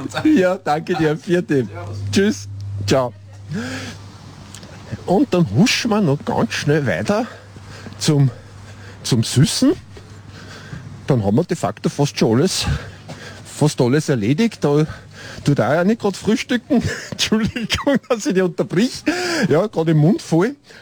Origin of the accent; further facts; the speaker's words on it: Upper Austria, Austria; Ich komme ja aus Oberösterreich, bei uns ist ja Blutwurstgrästl und das ist ja weit verbreitet.